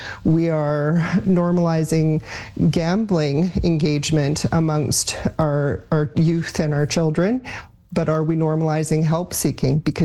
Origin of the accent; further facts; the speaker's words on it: Alberta, Canada; I was born and raised in Alberta, and I remember watching games and whatnot